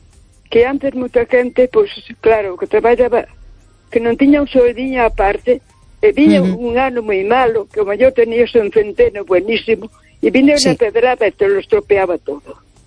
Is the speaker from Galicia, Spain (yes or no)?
yes; Monforte de Lemos, Galicia, Spain; de Monforte de Lemos.